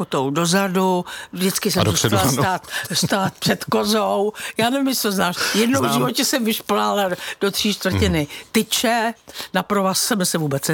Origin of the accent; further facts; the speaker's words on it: České Budějovice, South Bohemian Region, Czechia; Já jsem vyrůstala v Budějovicích a tam jsme bydleli v hereckých domech u divadla